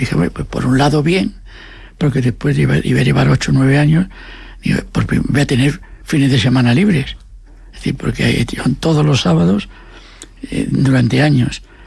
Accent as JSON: {"language": "Spanish", "region": "Asturias", "country": "Spain", "said": "Como yo soy asturiano, digo, ¿de dónde?"}